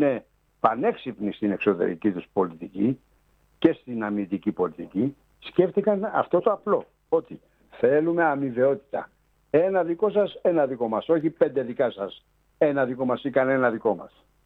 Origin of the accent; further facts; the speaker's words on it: Samos, North Aegean, Greece; εδώ στη Σάμο